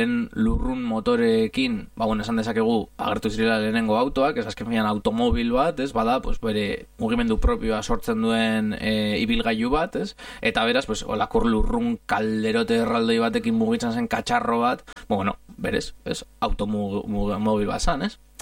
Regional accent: Italy; Basque is a second language; ni italiarra naiz

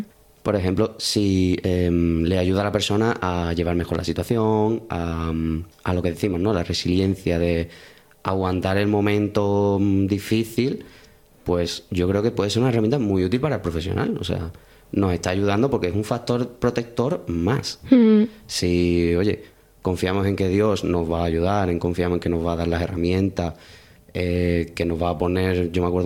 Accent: Seville, Andalusia, Spain; also born or lived in Granada; now in Málaga province, Spain; Soy de Sevilla realmente. Ya luego pues, me vine a Granada. Granada me enamoró. Y ya pues de ahí pues me quise quedar aquí. Pasa que, bueno, me salió esto en Málaga, en el pueblito este. Y ya pues me tuve que ir

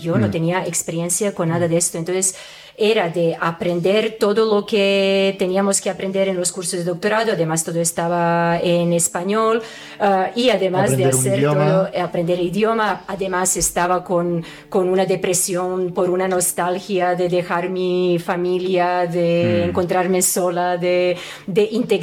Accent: Serbia; moved away; Yo tengo que admitir de que realmente cuando salí de Serbia yo estaba agotada.

